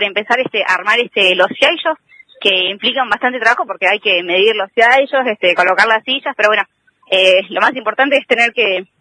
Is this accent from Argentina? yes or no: yes; Esquel, Chubut, Argentina; Me llena de orgullo estar en Esquel entrenando y poder participar en un torneo acá.